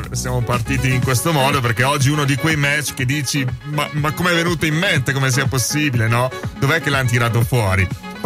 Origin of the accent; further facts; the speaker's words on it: Veneto, Italy; accent: Venetian; I veneti per il mio veneto, per il mio accento, però insomma, io penso che Venezia sia ineguagliabile, no?